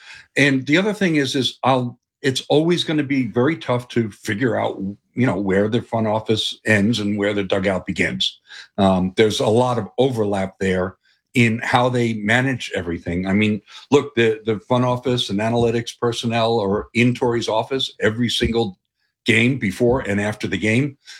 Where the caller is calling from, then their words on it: Phoenix, Arizona, United States